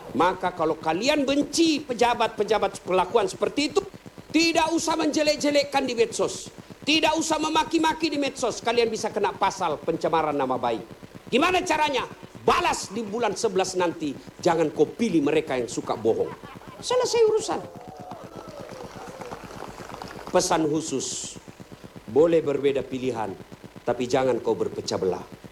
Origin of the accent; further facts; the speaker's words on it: South Sulawesi, Indonesia; Kalau kami orang Bugis tidak takut sama istri.